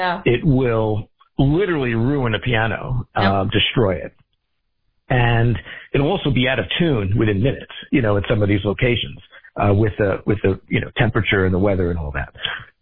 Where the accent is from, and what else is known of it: New York City, New York, United States; born or raised there